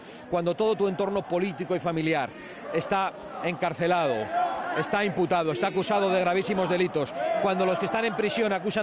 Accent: Spain

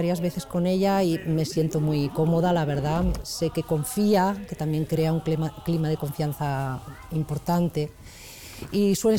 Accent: northern Spain, Spain; Yo soy del norte y hay algo ahí de las brujas de mi tierra

